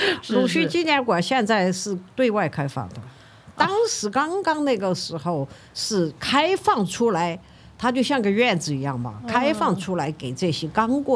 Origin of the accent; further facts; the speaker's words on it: Shanghai, China; born there; 我们就住在那儿，我就出生在那儿了。